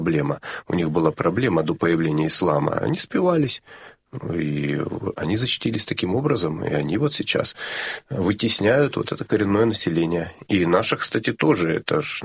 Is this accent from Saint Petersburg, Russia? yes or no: no; Rostov-on-Don, Rostov Oblast, Russia; also born or lived in Razdorskaya, Rostov Oblast; я вообще из Ростова-на-Дону, а жили мы в области